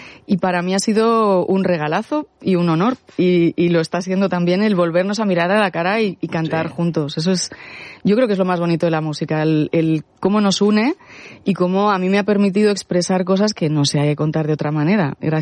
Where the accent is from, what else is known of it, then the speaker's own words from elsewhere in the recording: Cuenca, Castilla-La Mancha, Spain; born there; Yo nací en Cuenca, pero no he vivido allí tantos años.